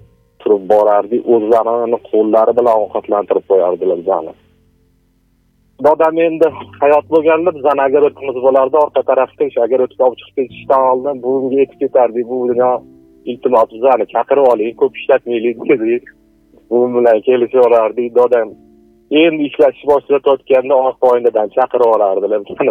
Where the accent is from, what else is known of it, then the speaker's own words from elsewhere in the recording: Tashkent, Uzbekistan; Toshkentdan.